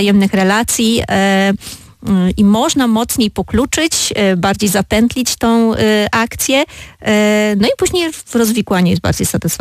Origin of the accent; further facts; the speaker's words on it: Subcarpathian Voivodeship, Poland; now in near Kraków, Poland; Miałam kilka miejscowości z Podkarpacia, właśnie tam, skąd pochodzę